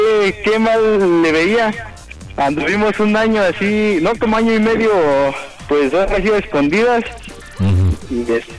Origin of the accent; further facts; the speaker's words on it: Hidalgo, Mexico; Yo hace como un mes y medio fui para allá. Yo soy de Hidalgo, fui para allá.